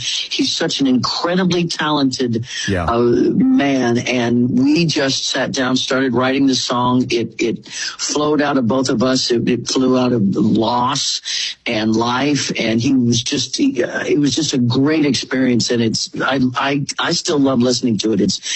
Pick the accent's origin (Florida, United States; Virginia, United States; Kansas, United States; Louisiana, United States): Kansas, United States; Leavenworth; I love my hometown. It's a very special town. It didn't grow like crazy like all the other towns did.